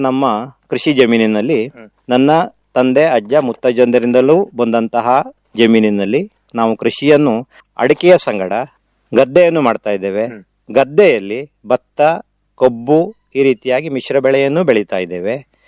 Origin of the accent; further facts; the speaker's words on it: Malavalli, Karnataka, India; ತಾಲೂಕಾ ಕೇಂದ್ರದಿಂದ ಅತಿ ದೂರದಲ್ಲಿರುವಂತಹ ಅಂದರೆ ಸುಮಾರು ಒಂದು 35-36 ಕಿಲೋಮೀಟರ್ ದೂರದ ನಮ್ಮೂರು, ಸಮೀಪದಲ್ಲಿಯೇ ಕೈಗಾ ಅಂತೊಂದಿದೆ, ಕೈಗಾ ಅಣುಸ್ತಾವರ.